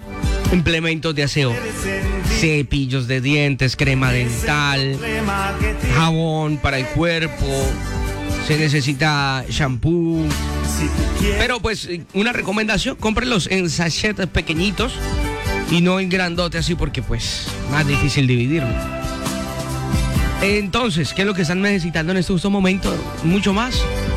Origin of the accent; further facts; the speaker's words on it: Colombia; Pero somos colombianos y los colombianos, hombre, tenemos como esa garra para salir de esas.